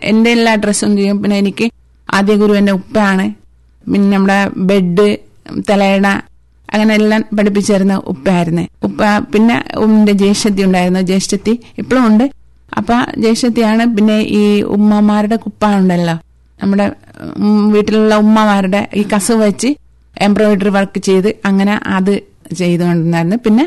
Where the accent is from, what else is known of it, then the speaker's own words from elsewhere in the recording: Androth, Lakshadweep, India; now in Kavaratti, India; ഞാൻ ആന്ധ്രോത്തിൽ നിന്നാണ് വരുന്നത്.